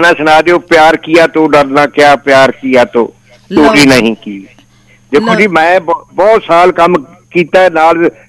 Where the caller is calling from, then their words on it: Moga, Punjab, India; ਮੈਂ ਮੋਗੇ ਤੋਂ